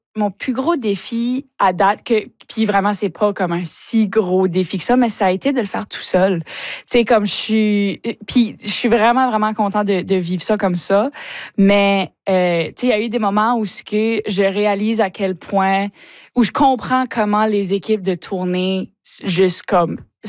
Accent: Chéticamp, Nova Scotia, Canada; Ouais, j'ai grandi à Chéticamp

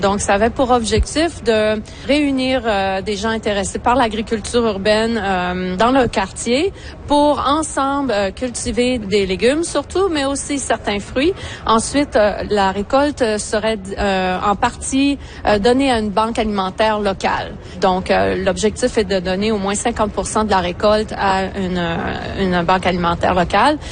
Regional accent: Quebec, Canada; first language French; moved away; Je viens d'un milieu rural dans la province du Québec. Mes grands-parents viennent de l'agriculture.

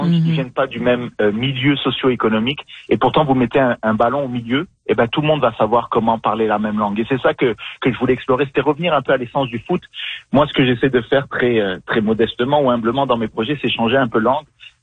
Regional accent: Niger; born there; Moi, je suis né au Niger, en Afrique de l'Ouest.

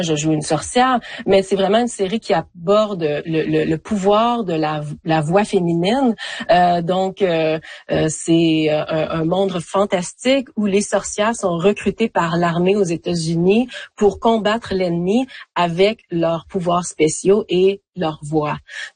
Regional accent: Quebec, Canada; moi, j'ai grandi en Beauce, au Québec. Mes parents parlent que français.

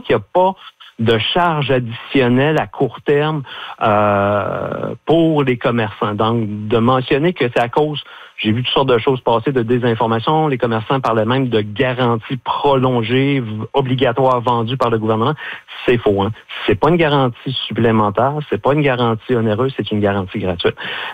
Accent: Quebec, Canada; On vient de la Côte-Nord, on est sur la Côte-Nord.

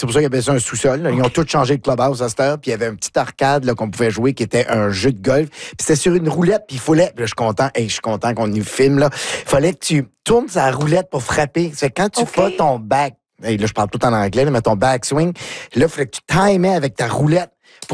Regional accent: McLeod, New Brunswick, Canada; born or raised there

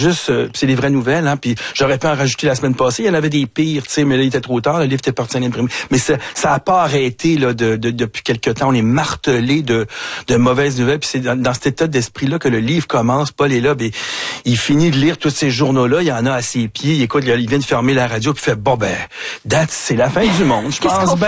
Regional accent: Montreal, Quebec, Canada; born or raised there

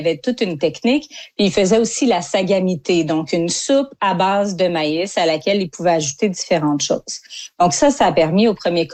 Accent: Saint-Guillaume, Quebec, Canada; moi, je viens de Saint-Guillaume, au centre du Québec. Le blé d'Inde, ça a toujours fait partie de mes étés, de mes automnes, depuis que je suis jeune.

